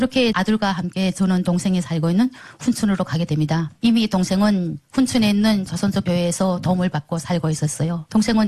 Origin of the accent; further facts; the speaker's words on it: North Korea; moved away; 탈북을 해서 3년 동안에 무소식이었잖아요.